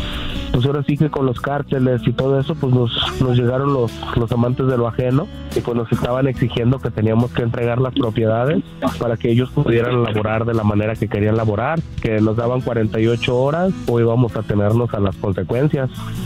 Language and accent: Spanish; Michoacán, Mexico; nosotros vivimos, somos de Michoacán, teníamos unas tierras ahí con aguacate, siembra, y pues tú sabes, hay uno para lo que uno hace para sobrevivir allá en México.